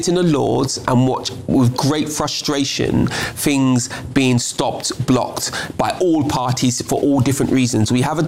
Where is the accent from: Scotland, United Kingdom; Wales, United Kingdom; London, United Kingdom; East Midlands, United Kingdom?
London, United Kingdom; I grew up near Scrubs Prison. I could see it from where I lived.